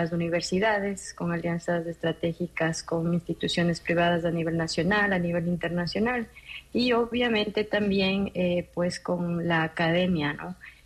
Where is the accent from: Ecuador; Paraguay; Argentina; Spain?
Ecuador; nosotros como ecuatorianos